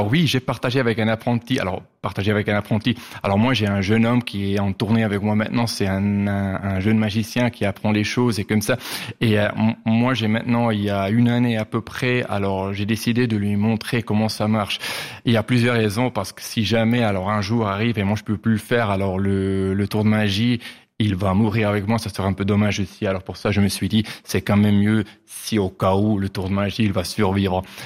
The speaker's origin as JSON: {"language": "French", "region": "Valais", "country": "Switzerland", "said": "moi je suis valaisan."}